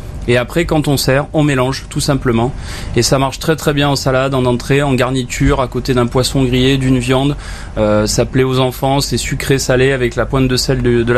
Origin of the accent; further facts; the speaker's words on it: Provence-Alpes-Côte d'Azur, France; je suis de Provence, hein, dans les gorges du Verdon